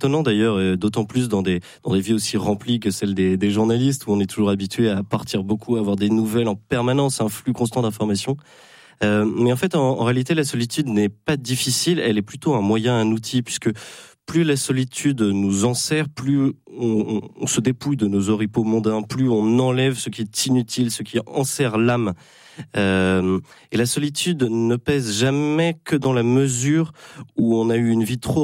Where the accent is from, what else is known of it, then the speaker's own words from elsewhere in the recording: Paris, Île-de-France, France; lorsque l'on est parisien, on a tous un peu un lien avec Rome.